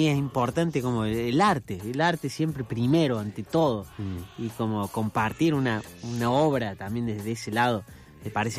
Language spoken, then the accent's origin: Spanish; Argentina; me genera mucho orgullo, así como argentino, tener todo eso.